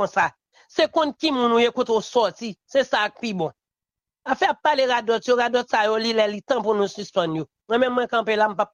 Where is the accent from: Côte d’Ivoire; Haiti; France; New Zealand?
Haiti; je sens que je suis frustré en tant que haïtien